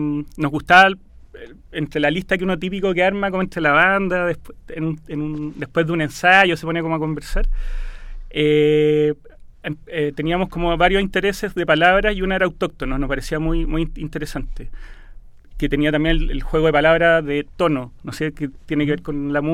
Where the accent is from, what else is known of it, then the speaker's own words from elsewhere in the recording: Chile; En el fondo, igual somos una banda súper chilena, somos todos chilenos, no renegamos de eso, pero sí tenemos antecedentes familiares de otros países